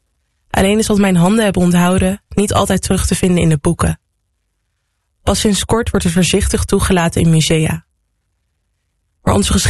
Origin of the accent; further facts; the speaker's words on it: Netherlands; Ik ben hier geboren in Nederland, geboren en getogen aan Genees.